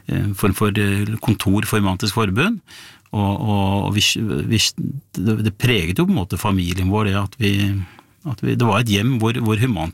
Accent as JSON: {"language": "Norwegian", "town": "Bærum", "region": "Akershus", "country": "Norway", "tie": "born or raised there", "said": "jeg vokste jo opp i Bærum på 70-tallet, blått og konservativt"}